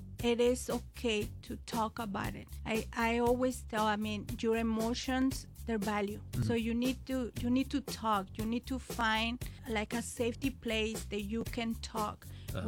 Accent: Mexico; como yo, ¿verdad?, soy mamá mexicana latina

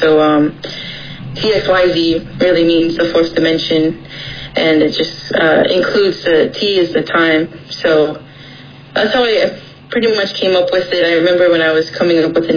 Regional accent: Second Mesa, Arizona, United States; I am Hopi and Navajo. I'm from Second Mesa, from Sapulpe, and just happy to be here.

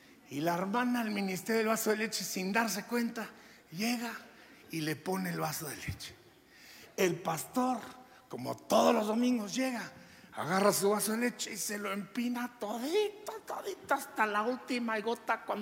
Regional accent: Durango, Mexico; yo creo que por allá por Durango, de donde soy yo.

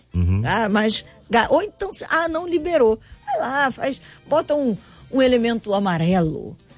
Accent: Brazil; porque a gente é brasileiro

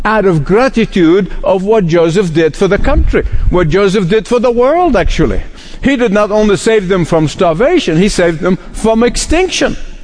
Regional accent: Egypt; born or raised there

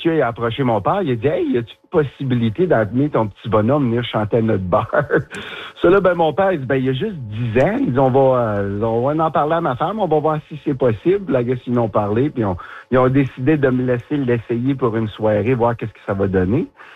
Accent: Smooth Rock Falls, Ontario, Canada; moved away as an adult; now in Ottawa, Canada; J'étais un petit gars du nord de l'Ontario, moi aussi. Je viens de Smooth Rock Falls, Ontario. Alors, pas trop loin de Sudbury. Et puis, j'ai resté là 21 ans avant de m'en venir dans le bout d'Ottawa.

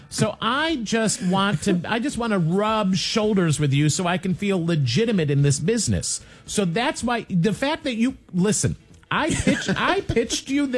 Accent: Chicago, Illinois, United States; the radio that I grew up listening to in Chicago

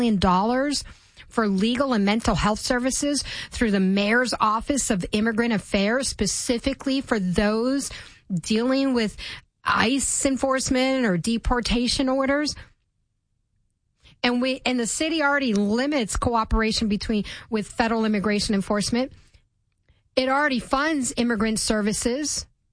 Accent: Silver Spring, Maryland, United States; because I grew up in Silver Spring, and my parents pulled me out of public school. I did public school for elementary and middle school. They pulled me out for high school.

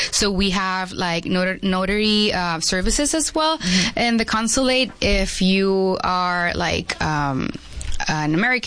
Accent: Mexicali, Baja California, Mexico; moved away as an adult; also born or lived in El Centro, California; now in Yuma, United States; Cachanilla. Well, yes. I was born in El Centro, but I literally have my whole life in Mexicali. I was raised in that school, family, friends, and everything. So whenever someone asks me, I always say, I'm from Mexicali, you know? I just moved to Yuma around a little less than 6 years ago

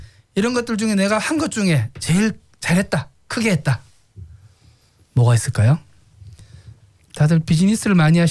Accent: South Korea; now in Sydney, Australia; 저희 다 이민 용기 내서 넘어왔으니까 한국을 떠났고 언어의 장벽도 있었고

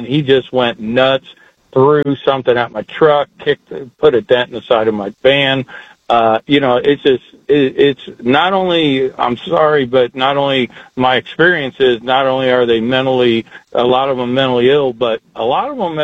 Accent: Indianapolis, Indiana, United States; growing up in Indianapolis in the 70s, obviously I know when they closed Central State Hospital

